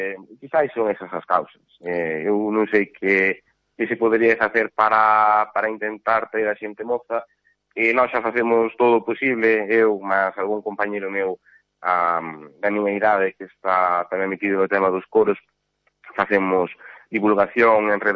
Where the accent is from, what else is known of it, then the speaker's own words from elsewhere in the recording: Carballo, Galicia, Spain; además eu son de aquí, pues son de Carballo, e por eso además me fai moitísima ilusión dirixir … aquí en Carballo temos unha tradición moi grande de música tradicional galega